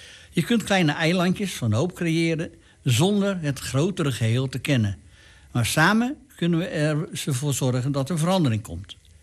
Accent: South Africa; Tegelijkertijd is er als een Zuid-Afrikaan zoveel gebeurd in mijn leven. Toen ik 16 was, werden er klasgenoten van mij vermoord.

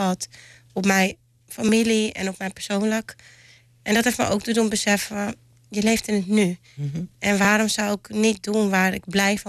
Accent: Almere, Flevoland, Netherlands; Ja, nou, ik ben een Almeerse. En ja, niet een geboren Almeerse.

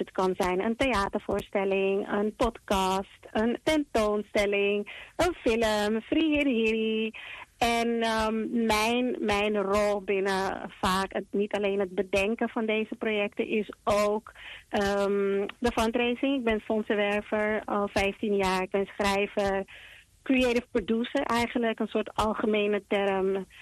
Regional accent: Amsterdam, North Holland, Netherlands; Maar tegelijkertijd geboren en getogen in Amsterdam. Naar school gegaan in Amerika en in Londen.

